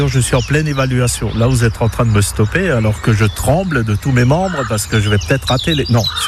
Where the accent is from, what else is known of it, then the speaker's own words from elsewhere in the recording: Strasbourg, Grand Est, France; Je suis de Strasbourg. Et je pense que mon accent, vous le trahit assez aisément.